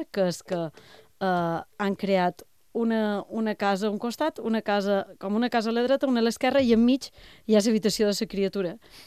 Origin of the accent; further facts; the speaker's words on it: Mallorca, Balearic Islands, Spain; som mallorquina